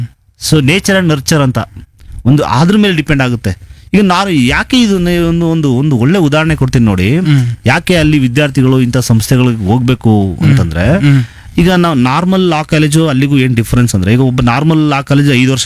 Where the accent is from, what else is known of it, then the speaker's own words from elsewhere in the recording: Mysuru district, Karnataka, India; ನಮ್ಮ ಕೋಟೆಯಲ್ಲಿ ಸೈನ್ಸ್ ಕಾಲೇಜ್ಗಳು ಒಂದಷ್ಟು ಆಗಿದೆ.